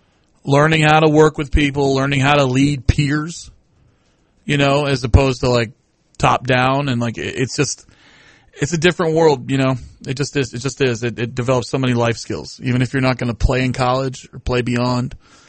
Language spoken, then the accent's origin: English; New York, United States; Yeah, car talk was what we grew up on up in New York.